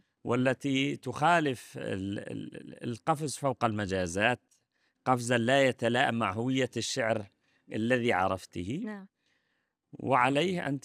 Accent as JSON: {"language": "Arabic", "country": "Syria", "said": "وعندنا في سوريا أيضا"}